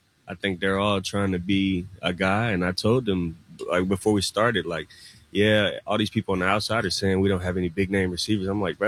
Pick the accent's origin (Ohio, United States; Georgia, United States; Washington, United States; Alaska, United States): Georgia, United States; born or raised there